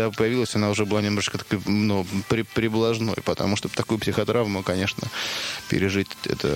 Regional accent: Belaya Kalitva, Rostov Oblast, Russia; одна совершенно чудовищная история произошла в городе Белая Калитва, откуда я родом, в средней школе номер 3, когда я учился в шестом классе.

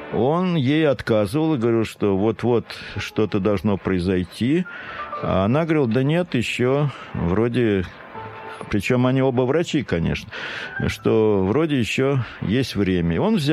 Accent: Kyzylorda, Kyzylorda Region, Kazakhstan; born there; поэтому от свидетельства рождения я родился в Кызылорда. Я никогда там не был.

